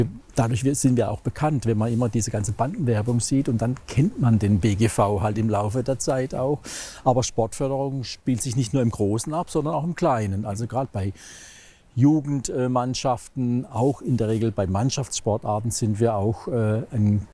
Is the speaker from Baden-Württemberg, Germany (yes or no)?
yes; Baden-Württemberg, Germany; born there; Ich bin sehr heimatverbunden. Ich bin Badener, ich bin in Baden geboren, aber ein weltoffener Badener.